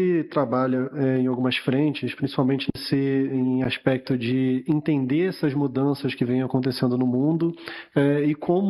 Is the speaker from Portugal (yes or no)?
no; Rio de Janeiro, Brazil; now in São Paulo, Brazil; eu sou, estou morando aqui em São Paulo agora, mas eu sou do Rio, Rio de Janeiro